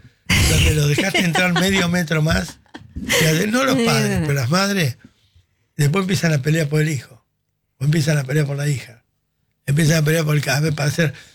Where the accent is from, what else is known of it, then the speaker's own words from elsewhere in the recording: Béccar, Buenos Aires Province, Argentina; Yo me crié en el Club Social Becar con Guillermo Francella.